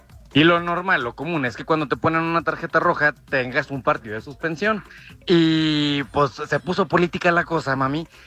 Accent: Mexico; yo sé que aquí somos todos mexicanos

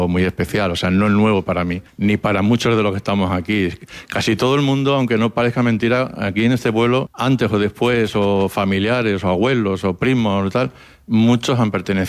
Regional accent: Villena, Valencian Community, Spain; moved away as an adult; now in Caudete, Spain; no soy de aquí, soy oriundo de Villena, y cuando vine aquí a establecerme a Caudete, precisamente gracias a mi mujer

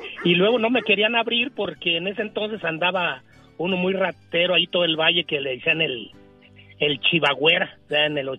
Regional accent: Silao, Guanajuato, Mexico; moved away; Mira, diva, yo soy de la aldea Guanajuato, municipio de Silao.

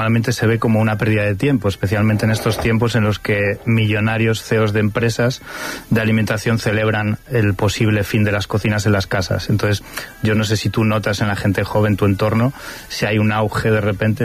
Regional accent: Community of Madrid, Spain; en mi pueblo, en la Sierra de Madrid, hacen una caldereta una vez al año

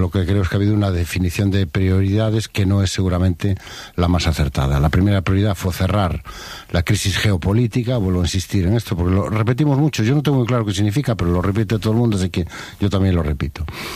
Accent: Spain; O sea, eso es España hoy. Eso somos los españoles.

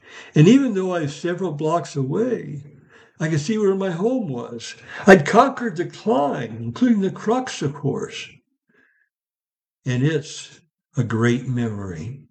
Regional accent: Ursa, Illinois, United States; my hometown of Ursa, Illinois.

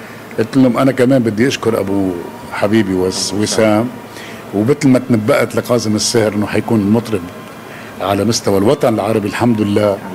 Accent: Tripoli, North Governorate, Lebanon; أنا طرابلس لبنان

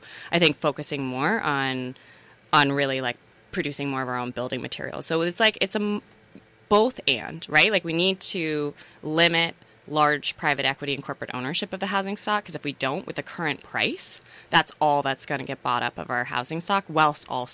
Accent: Strafford, Vermont, United States; when I was growing up in Stratford, like all of my best friend's dads were carpenters.

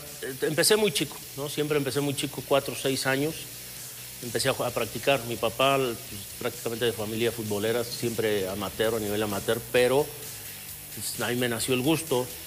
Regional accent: Senguio, Michoacán, Mexico; moved away; es muy pequeño. Al final de cuentas es muy pequeño, pero a mí siempre me ha gustado, ¿no? Mi pueblo, lógicamente, por circunstancias de la vida y del tema del fútbol, pues nos alejamos un poco del pueblo

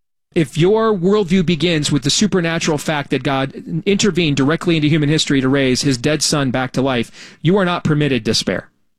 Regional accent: Iowa, United States; There's a gubernatorial candidate that the Democrats are about to nominate in my home state of Iowa, Rob Sands.

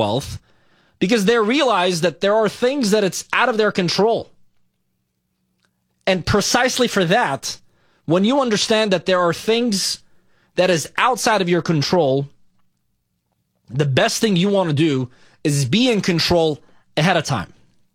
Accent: Beirut, Beirut Governorate, Lebanon; born or raised there

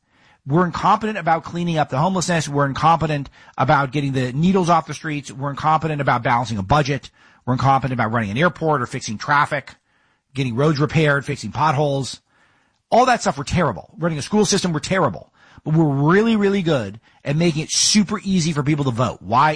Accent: California, United States; look no further than my home state of California

